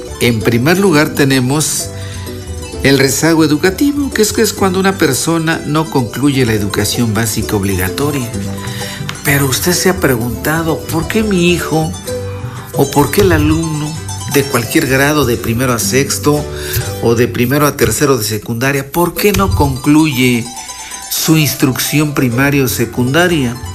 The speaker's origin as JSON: {"language": "Spanish", "area": "Ajalpan", "region": "Puebla", "country": "Mexico", "second_language": "Spanish", "said": "nuestra región de Tehuacán, concretamente en el municipio de Ajalpan"}